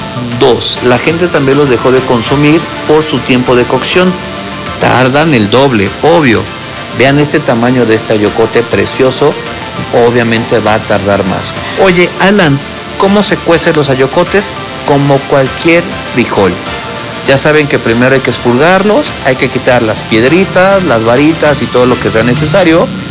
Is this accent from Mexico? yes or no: yes; Mexico City, Mexico; born there; moved away as an adult; now in Puebla, Mexico; Acuérdense, amigos, que yo nací en la Ciudad de México, pues en la capital, y es muy difícil que pudiéramos ir luego a los mercados por el ritmo de vida. Ya estamos apurados todo el día, pero cuando yo llegué a Puebla hace ya 18 años